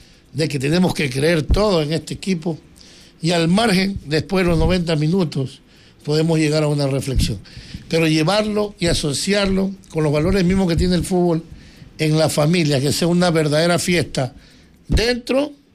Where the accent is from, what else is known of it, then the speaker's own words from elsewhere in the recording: Ecuador; hablando como ecuatorianos